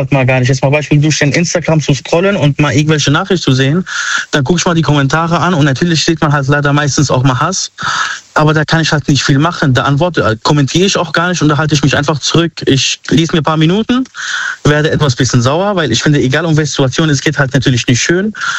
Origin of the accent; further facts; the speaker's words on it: Syria; now in Germany; paar Jahren, die ich halt in Deutschland gelebt habe, auch mal mich geschämt habe zu sagen, ey, ich bin Syrer.